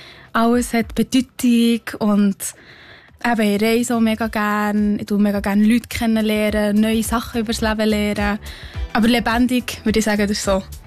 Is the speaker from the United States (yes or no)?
no; Switzerland; Also, dass ich mich als Schweizerin identifiziere, das konnte ich noch nie so klar sagen.